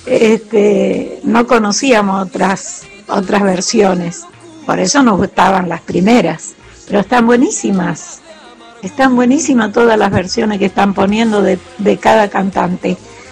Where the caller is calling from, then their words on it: Argentina; como argentina, por supuesto que me gusta Argentina.